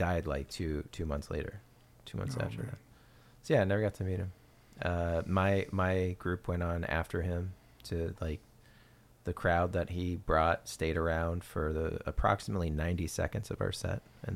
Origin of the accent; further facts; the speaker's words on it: Pacific Northwest, United States; And I was from the Northwest, and he was based in Olympia, still is, Olympia, Washington